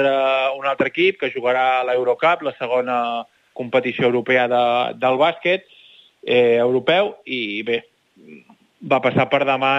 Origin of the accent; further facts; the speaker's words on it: Girona, Catalonia, Spain; tinc una mica més els peus al terra, sóc més gironí en aquest sentit